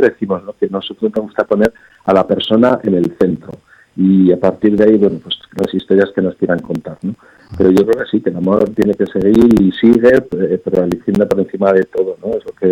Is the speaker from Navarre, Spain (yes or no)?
yes; Pamplona, Navarre, Spain; porque piensa que somos de aquí, de Pamplona, los pamplones